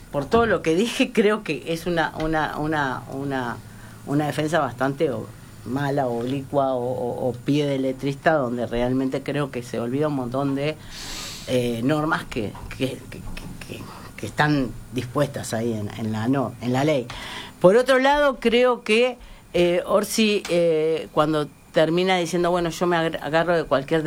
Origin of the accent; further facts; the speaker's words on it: Uruguay; eso a mí me preocupa como uruguayo.